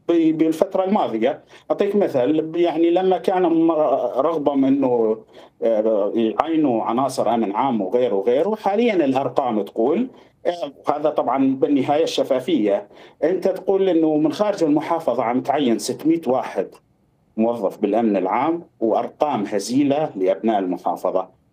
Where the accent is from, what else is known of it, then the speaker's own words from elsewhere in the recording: Maadan, Raqqa Governorate, Syria; أنا ابن الريف الشرقي لمحافظة الرقة، عندي يعني منطقة معدان مهملة بشكل تام